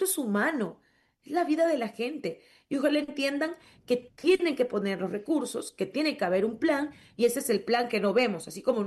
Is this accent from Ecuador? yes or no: yes; Quinindé, Esmeraldas, Ecuador; de la ciudad donde soy, de Quinindé